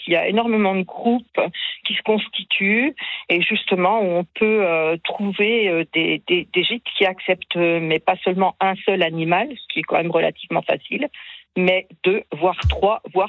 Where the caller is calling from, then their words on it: Grand Est, France; Alors, je vous appelle de Lorraine.